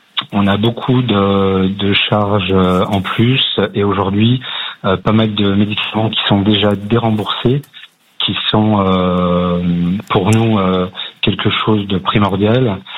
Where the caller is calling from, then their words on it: Saint-Étienne, Auvergne-Rhône-Alpes, France; je suis stéphanois